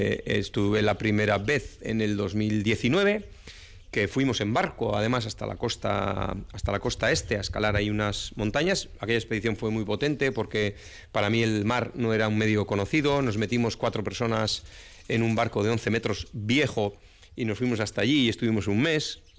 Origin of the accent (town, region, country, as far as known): Basque Country, Spain